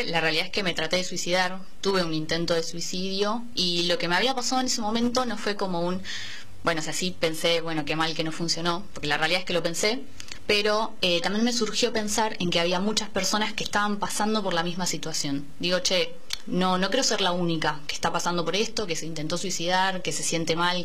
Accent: Quilmes, Buenos Aires Province, Argentina; also born or lived in Avellaneda; yo nací en Avellaneda, pero mi familia siempre vivió en Quilmes, o sea, mi mamá vivió en Quilmes hace muchísimos años.

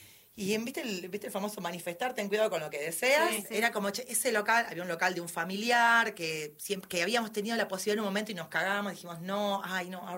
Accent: Buenos Aires, Argentina; moved away; Yo soy de Buenos Aires, como comentaba antes, y me crié en la Bond Street

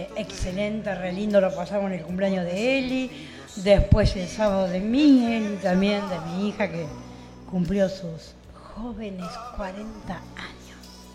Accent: María Ignacia, Buenos Aires Province, Argentina; now in Tandil, Argentina; mi pueblo natal, de María Ignacia

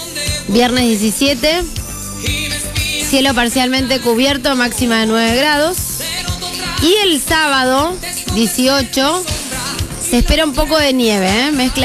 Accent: Argentina; Somos argentinos

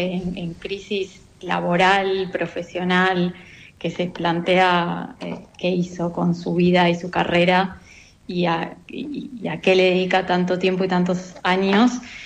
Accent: Patagonia, Argentina; yo también me crié en la Patagonia, siempre lejos de las grandes producciones

